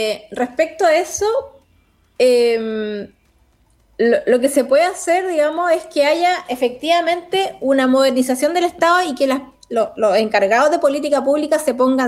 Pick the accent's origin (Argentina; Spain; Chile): Chile